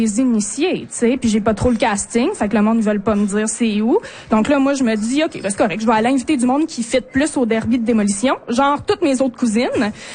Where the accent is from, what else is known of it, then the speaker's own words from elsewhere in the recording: Quebec, Canada; Moi, je viens de là. Je viens pas des Bergeronnes, mais je viens de la Haute-Côte-Nord.